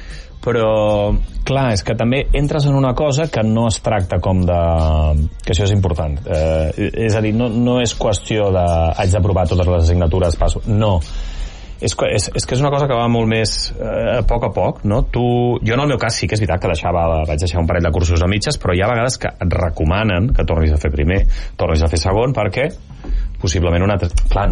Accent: Altafulla, Catalonia, Spain; jo soc d'Altafulla.

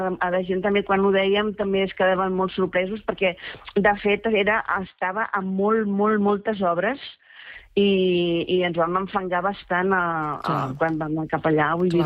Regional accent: Barcelona, Catalonia, Spain; moved away as an adult; jo soc de Barcelona, he viscut sempre a Barcelona i treballava al carrer Provença

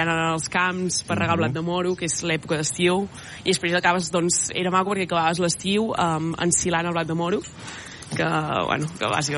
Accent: Campllong, Catalonia, Spain; moved away; Jo vaig néixer a Campllong.

